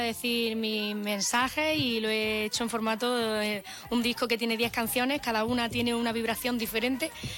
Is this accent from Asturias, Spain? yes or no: no; Caniles, Andalusia, Spain; Estoy genial de estar aquí en mi tierra.